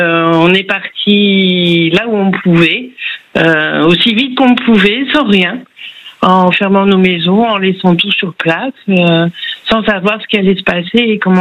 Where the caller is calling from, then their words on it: Le Porge, Nouvelle-Aquitaine, France; moi, je suis habitante du Porge